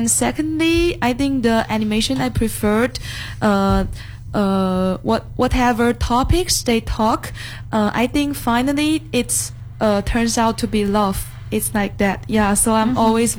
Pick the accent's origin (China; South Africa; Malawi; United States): China; Guangzhou, Guangdong; English is a second language; Oh, I'm from Guangzhou.